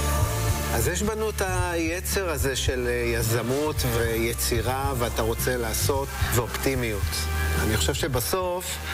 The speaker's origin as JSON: {"language": "Hebrew", "town": "Tel Aviv", "region": "Tel Aviv District", "country": "Israel", "tie": "born or raised there", "said": "איך שגדלנו פה, זה מתחבר לרב גוניות שהייתה פה, זה מתחבר לחיי הקהילה שהייתה פה."}